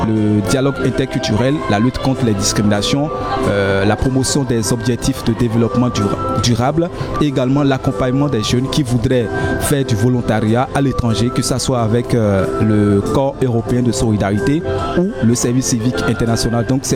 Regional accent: Benin; je viens du Bénin et je suis en service civique international

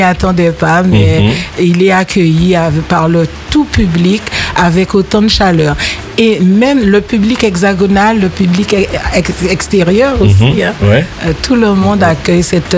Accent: Guadeloupe; je suis une Guadeloupéenne.

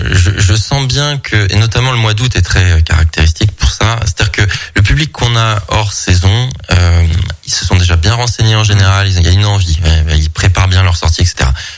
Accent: France; chez nous, en France, on peut aller voir des baleines

